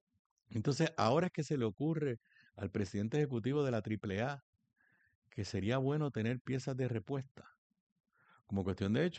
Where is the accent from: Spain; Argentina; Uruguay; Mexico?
Argentina; La Plata, Buenos Aires Province; pero evidentemente, pues sí, soy de La Plata